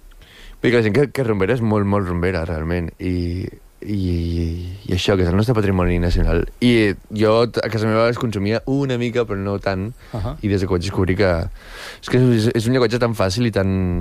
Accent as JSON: {"language": "Catalan", "town": "Espolla", "region": "Catalonia", "country": "Spain", "said": "Jo soc d'Espolla, sí."}